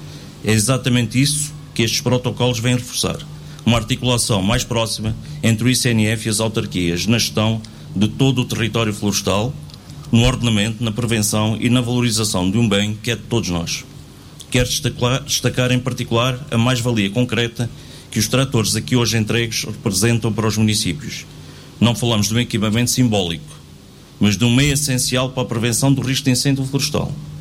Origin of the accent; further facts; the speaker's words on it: Vila Nova da Barquinha, Santarém, Portugal; é com particular satisfação que recebo na minha terra esta cerimónia